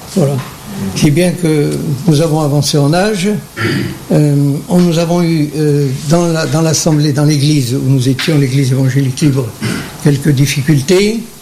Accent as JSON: {"language": "French", "country": "Algeria", "tie": "born or raised there", "moved": "as an adult", "lives_now": "France", "said": "Je suis d'Algérie."}